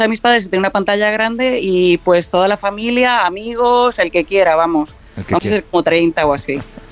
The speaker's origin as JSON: {"language": "Spanish", "town": "Madrid", "region": "Community of Madrid", "country": "Spain", "tie": "born or raised there", "lives_now": "Puerto Rico", "said": "Yo soy medio puertorriqueña, pero ¿sí? criada en Madrid y española, y entonces me casé con un puertorriqueño y aquí estamos."}